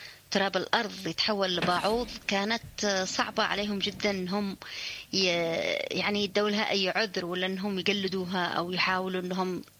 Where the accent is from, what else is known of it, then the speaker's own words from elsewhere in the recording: Yemen; عندنا في اليمن والأماكن الاستوائية